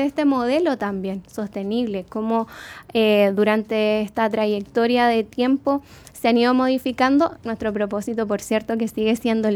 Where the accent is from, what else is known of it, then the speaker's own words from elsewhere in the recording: Concepción, Biobío, Chile; quienes somos de Concepción Penquista